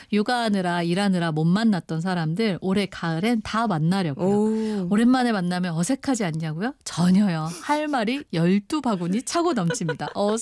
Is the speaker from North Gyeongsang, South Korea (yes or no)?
yes; Mungyeong, North Gyeongsang, South Korea; moved away; 제 고향 문경의 특산품인데요.